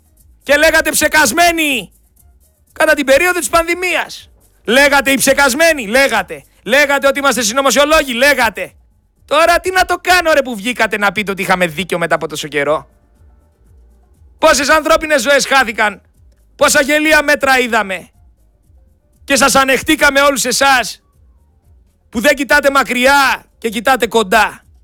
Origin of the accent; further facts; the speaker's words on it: Greece; Εγώ είμαι Έλληνας πολίτης